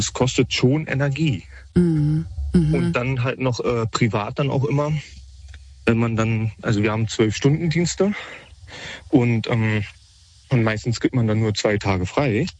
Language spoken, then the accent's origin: German; Berlin, Germany; ich komme ja aus Berlin, hier gab es im Sommer mal einen starken Sturm.